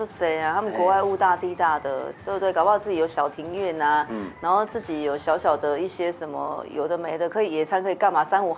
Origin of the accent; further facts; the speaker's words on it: Taiwan; 我们台湾人